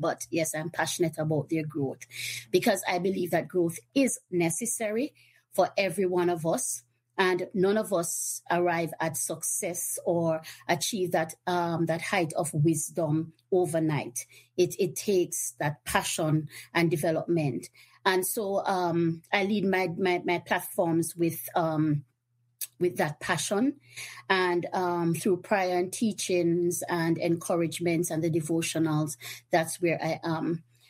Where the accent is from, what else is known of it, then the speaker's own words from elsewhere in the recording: Jamaica; also born or lived in Canada; now in Bermuda; I am originally from Jamaica, but presently I moved between Canada and Bermuda. So presently I am sitting in Bermuda.